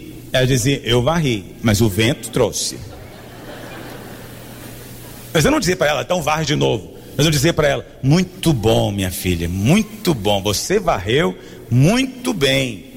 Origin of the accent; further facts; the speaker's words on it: Goiás, Brazil; Eu sou goiano, eu falo dá conta, né?